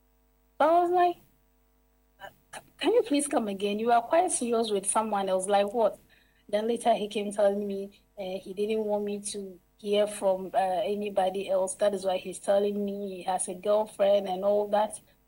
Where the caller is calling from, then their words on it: Tarkwa, Western Region, Ghana; I'm calling from Takwa.